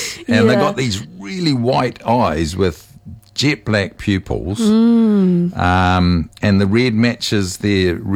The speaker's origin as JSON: {"language": "English", "country": "New Zealand", "tie": "born or raised there", "said": "Growing up in Moirua, there were a lot in Moirua. That's because there was a freezing works."}